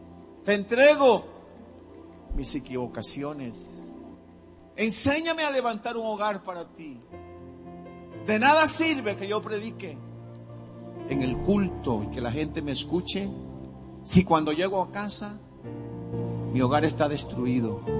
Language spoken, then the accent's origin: Spanish; Caribbean Region, Colombia; me dijo, ¿tú vienes de la costa? Sí, yo vengo de la costa.